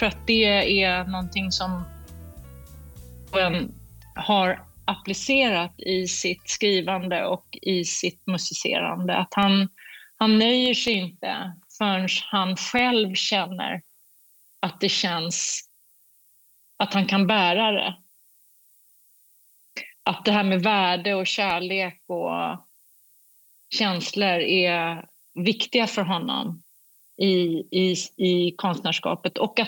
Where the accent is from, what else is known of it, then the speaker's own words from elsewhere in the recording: Sweden; och han är från Kanada och jag är från Sverige, och han är född närmare min mamma än mig. Vi har olika kultur, olika religion.